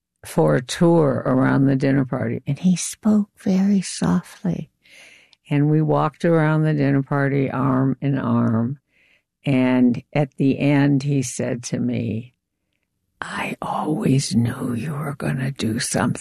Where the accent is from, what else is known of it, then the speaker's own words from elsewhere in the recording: Chicago, Illinois, United States; And I grew up in Chicago. At 5, I started. This is inconceivable to people now. I lived on this street called Bittersweet, which went one block from Clarendon to Marine Drive.